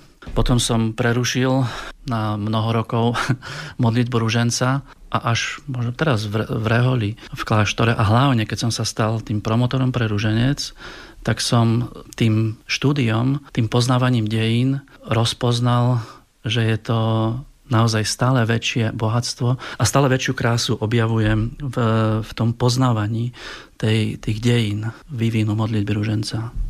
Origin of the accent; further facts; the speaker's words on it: Žilina Region, Slovakia; Pochádzam z Oravy. A tam sa nediskutovalo o tom, že či sa chcem modliť, či sa nechcem.